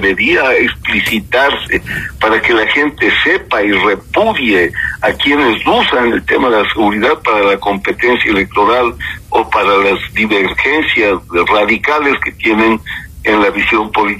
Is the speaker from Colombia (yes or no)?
no; Ecuador; nosotros deberíamos como ecuatorianos